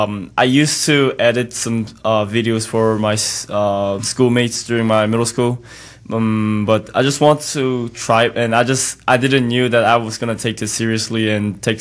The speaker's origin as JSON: {"language": "English", "country": "South Korea", "second_language": "English", "lives_now": "United States", "said": "I'm from South Korea. I used to study in Korea, and I just wanted to study in America"}